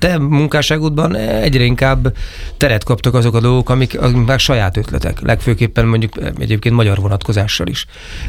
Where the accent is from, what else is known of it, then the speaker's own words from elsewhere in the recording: Szeged, Csongrád-Csanád, Hungary; én szegedi vagyok